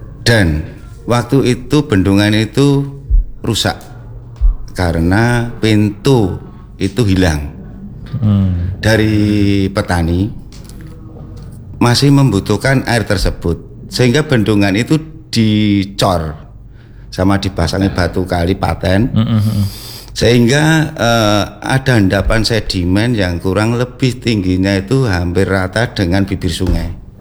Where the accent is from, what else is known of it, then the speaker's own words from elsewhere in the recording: Ngipang, Central Java, Indonesia; Kebetulan waktu itu di kami warga Ngipang itu ada paguyuban namanya Tanggul Joyo